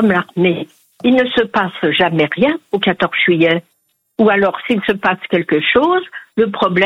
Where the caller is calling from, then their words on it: Paris, Île-de-France, France; J'habite à Paris, dans le 15e.